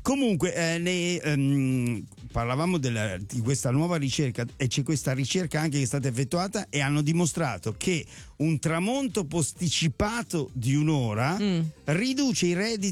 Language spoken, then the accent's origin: Italian; Rome, Lazio, Italy; Sono romano io